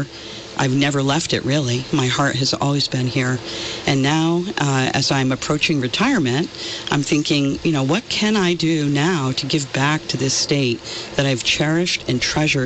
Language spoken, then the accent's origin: English; Vermont, United States; also born or lived in Burlington / Walden / Ludlow / Fairfield; But I grew up in Vermont and I graduated from Fairfax, lived in Burlington, I've lived in Walden, I've lived in Ludlow, lived in Fairfield. I've been all over the place.